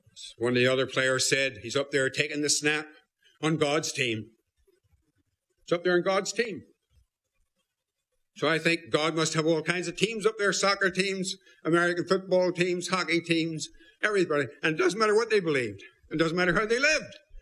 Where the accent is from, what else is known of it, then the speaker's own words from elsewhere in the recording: Belfast, Northern Ireland, United Kingdom; Belfast, my hometown.